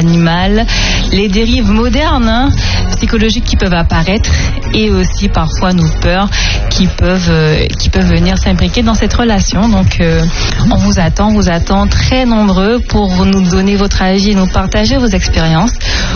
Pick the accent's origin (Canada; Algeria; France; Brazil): France; Martinique; notre relation à l'animal en tant que personne, mais aussi en tant que Martiniquais.